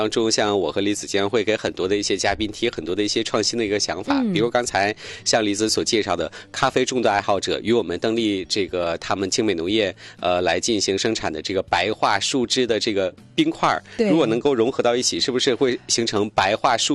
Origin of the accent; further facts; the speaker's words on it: Northeast China, China; 对于我们东北人来说，冬天吃冰啊，尤其是雪糕也好